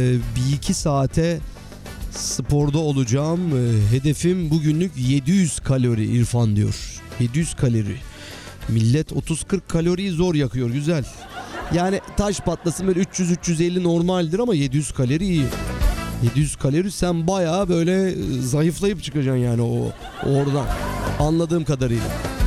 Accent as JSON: {"language": "Turkish", "area": "Princes' Islands", "region": "Istanbul", "country": "Turkey", "tie": "born or raised there", "said": "Yani orada yetişmişti. Bir ilham kaynağı aslında ada. O yüzden şimdi gözümde canlandı koskoca mazi. Çocukluğum geçti."}